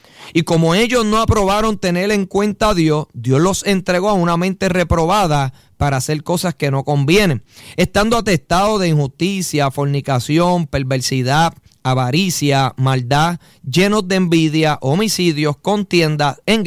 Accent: Puerto Rico; Nosotros que somos puertorriqueños, ¿verdad? Nuestra identidad es ser puertorriqueño, aunque nacemos con una ciudadanía americana.

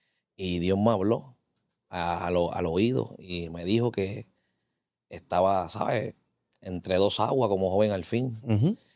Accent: Fajardo, Puerto Rico; born there; Yo nací en el pueblo de Fajardo. Fui un niño que me crié en el Evangelio, en la Iglesia de Dios Incorporada.

